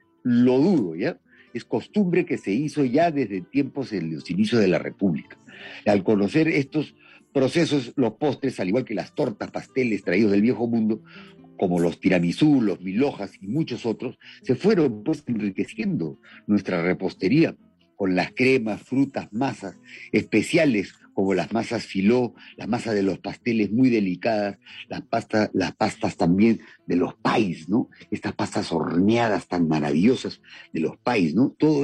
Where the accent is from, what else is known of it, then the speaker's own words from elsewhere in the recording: Lima, Peru; A los limeños nos dicen mazamorreros